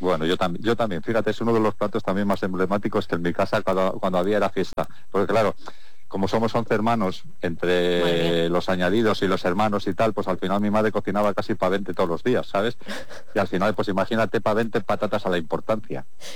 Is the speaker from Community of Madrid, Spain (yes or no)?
no; Zamora, Castile and León, Spain; Sí, soy de Zamora, sí.